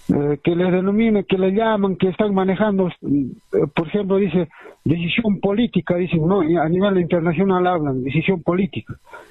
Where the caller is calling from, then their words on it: Puno, Peru; soy … de Puno